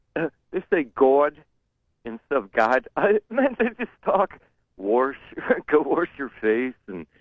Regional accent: Massillon, Ohio, United States; I grew up in Massillon

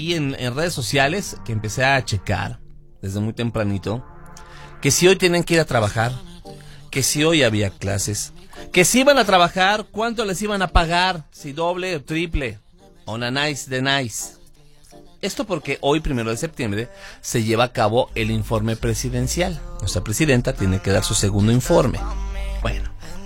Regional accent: Mexico

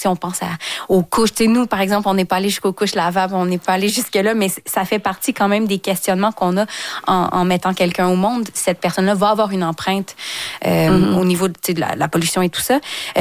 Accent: Saint-Hyacinthe, Quebec, Canada; moved away as an adult; now in Montreal, Canada; moi, je venais du 450, je viens de Saint-Hyacinthe

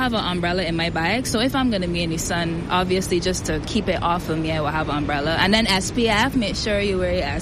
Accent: Barbados; It's hot, yeah, but I've experienced hotter because I'm from the tropics, so yeah, exactly.

